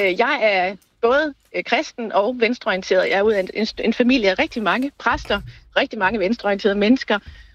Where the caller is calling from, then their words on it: Copenhagen, Capital Region of Denmark, Denmark; Jeg er nu fra Valby, men jeg er på vej til Viborg